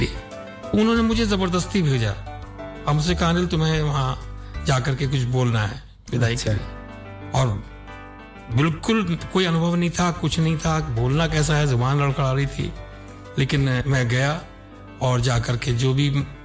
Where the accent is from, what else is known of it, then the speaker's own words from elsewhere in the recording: Uttar Pradesh, India; जैसे हमारा जिला था मुरादाबाद, तो वहाँ पार्टिसिपेट करने के लिए गया